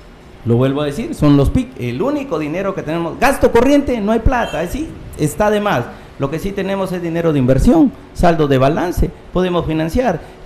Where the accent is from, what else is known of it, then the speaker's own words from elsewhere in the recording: Tambogrande, Piura, Peru; como padre de familia, como tamborandino